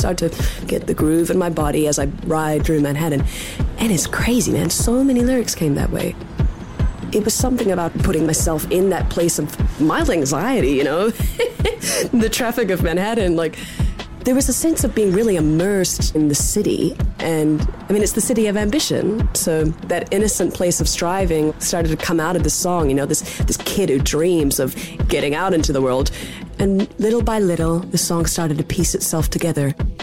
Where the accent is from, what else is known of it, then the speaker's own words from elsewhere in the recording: New Zealand; now in United States; And as a New Zealander living in America, watching how people rise through a campaign, right?